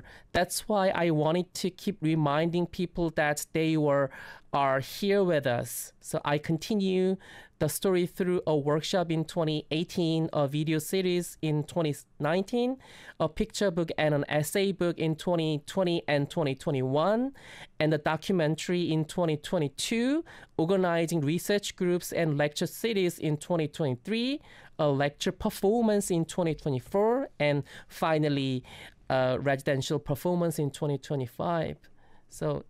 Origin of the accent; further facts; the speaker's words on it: Jeju, South Korea; my hometown Jeju